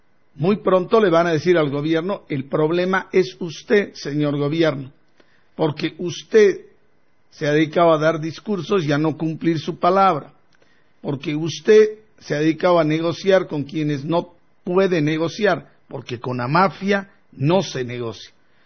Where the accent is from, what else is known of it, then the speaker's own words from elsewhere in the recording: Bolivia; somos todos los bolivianos de bien que queremos vivir en libertad, en democracia.